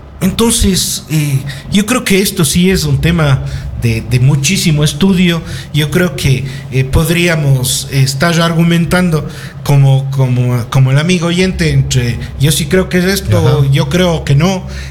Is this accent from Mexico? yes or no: no; Cuenca, Azuay, Ecuador; yo también soy de Cuenca. Y yo vivo por la UDA.